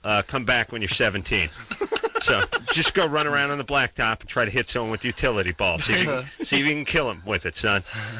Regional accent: North Hollywood, California, United States; Well, I'm from North Hollywood, so we don't have hockey.

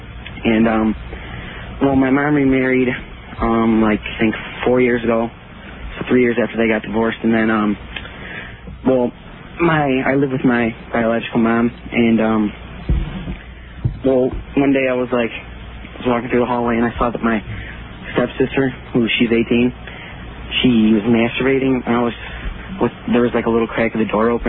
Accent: Chicago, Illinois, United States

